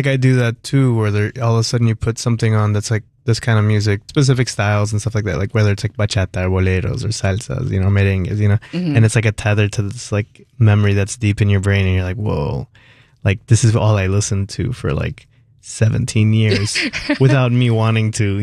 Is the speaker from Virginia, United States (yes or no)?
no; Miami, Florida, United States; also born or lived in Fort Lauderdale; My family's from Ecuador. I grew up in Miami in South Florida, Fort Lauderdale.